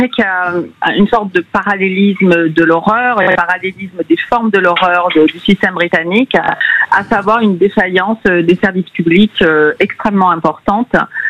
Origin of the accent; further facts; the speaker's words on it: France; Moi, je suis française et je crois en l'universalité